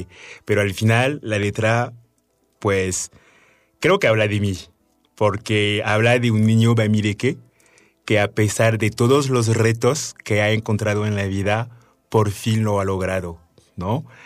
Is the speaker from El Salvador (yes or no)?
no; France; born there; Spanish is a second language; moved away; papás nacieron en Camerún, y ahí hay como varias etnias, como más de 200. Y emigraron a Francia, donde yo nací.